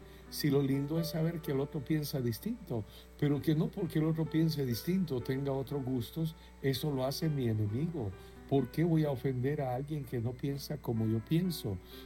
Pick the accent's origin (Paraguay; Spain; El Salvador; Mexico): El Salvador; Qué lindo será el día en que como salvadoreños